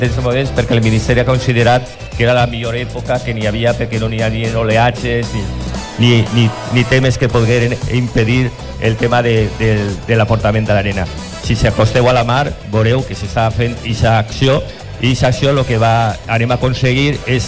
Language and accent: Catalan; El Perelló, Catalonia, Spain; i a on vas, quan dius, d'on eres? Del Perelló.